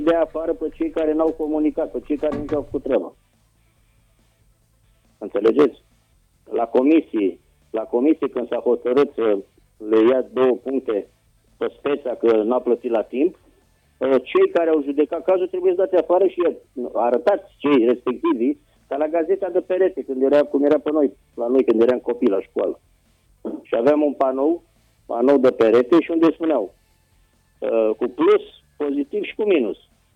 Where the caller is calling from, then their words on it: Moreni, Dâmbovița, Romania; sunt din Moreni